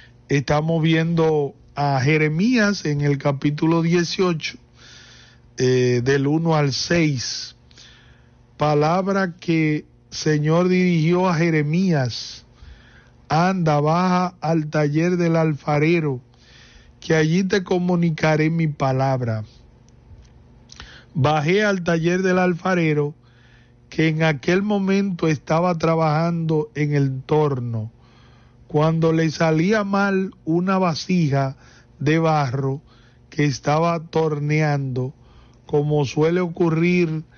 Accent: Carlos Díaz, Santiago, Dominican Republic; a todos los de mi pueblo natal, Carlos Díaz.

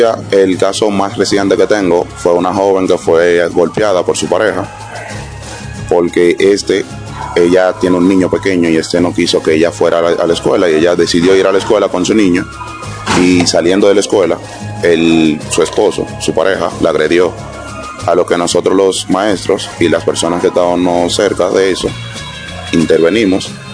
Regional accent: Las Caobas, Santo Domingo, Dominican Republic; vengo de Las Caobas.

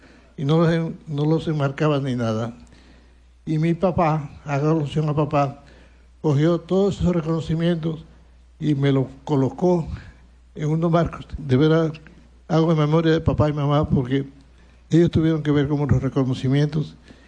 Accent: Dominican Republic; seguiré sirviendo a la Iglesia y a mi pueblo amado, dominicano hasta el último día de mi vida.

